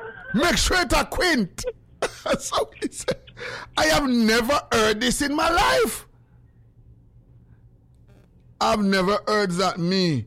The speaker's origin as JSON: {"language": "English", "town": "Spanish Town", "region": "Saint Catherine Parish", "country": "Jamaica", "said": "I come from Spanish Town, Capture Land to be exact. 90% over we were cook pot in a Jamaica."}